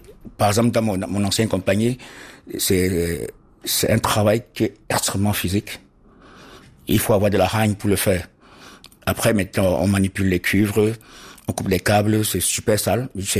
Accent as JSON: {"language": "French", "country": "Cameroon", "moved": "as an adult", "lives_now": "Belgium", "said": "J'ai quitté le Cameroun déjà parce que j'ai été persécuté au Cameroun. Et j'ai fait la prison en 2013."}